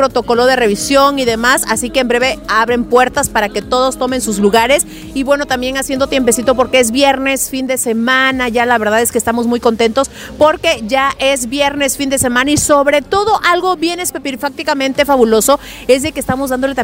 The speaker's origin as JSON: {"language": "Spanish", "region": "Chiapas", "country": "Mexico", "said": "así somos los chiapanecos."}